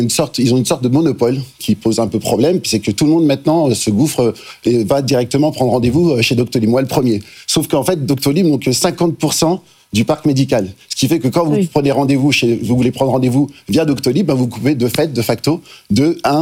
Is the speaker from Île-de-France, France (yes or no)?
no; Lyon, Auvergne-Rhône-Alpes, France